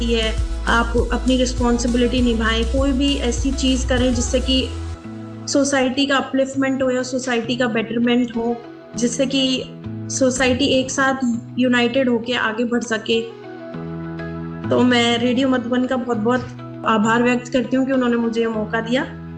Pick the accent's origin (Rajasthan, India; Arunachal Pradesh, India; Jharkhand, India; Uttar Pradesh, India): Rajasthan, India; Jaipur; मैं जयपुर से बिलोंग करती हूँ